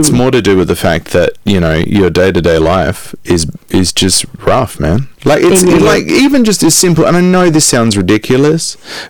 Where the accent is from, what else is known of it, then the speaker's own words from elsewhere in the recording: Australia; as an Australian